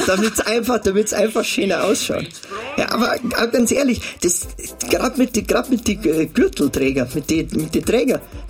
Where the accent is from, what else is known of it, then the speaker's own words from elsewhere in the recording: Munich, Bavaria, Germany; Ich bin ja echt Minga Kind.